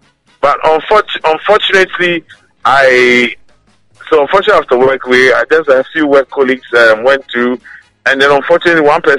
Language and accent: English; Teshie, Greater Accra, Ghana; So today we're from Teshi. So we are from, we're from Teshi, which is basically, we are from Teshi, which is a vibrant and historical coastal town located in the Greater Accra region of Ghana.